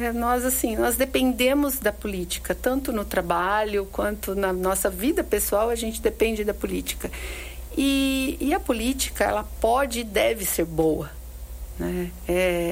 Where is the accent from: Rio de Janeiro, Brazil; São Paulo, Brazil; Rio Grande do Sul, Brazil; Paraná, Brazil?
São Paulo, Brazil; São Carlos; moved away; me traz de volta para São Carlos, né, assim, como uma possível alternativa, né, para minha cidade natal